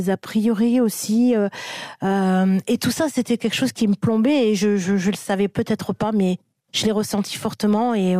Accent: Paris, Île-de-France, France; parce que moi je suis de Paris et je suis un peu dans le côté, la ville.

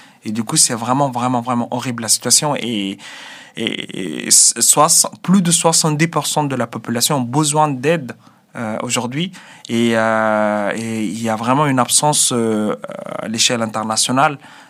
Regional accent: Sudan; French is a second language; now in France; Et je lui ai dit, j'aimerais reprendre mes études, je suis réfugié du Soudan, etc.

